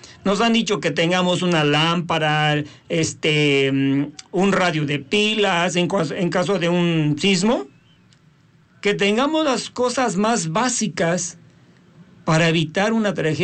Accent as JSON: {"language": "Spanish", "country": "Mexico"}